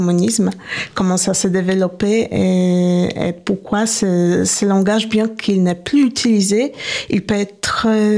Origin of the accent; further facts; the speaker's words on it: Poland; je suis polonaise d'origine